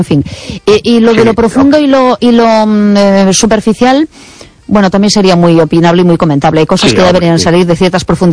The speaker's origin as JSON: {"language": "Spanish", "town": "A Coruña", "region": "Galicia", "country": "Spain", "lives_now": "Mos, Spain", "said": "Soy de Coruña, pero sí, vivo en estos momentos, bueno, al lado de Vigo, ahora mismo vivo en Mos."}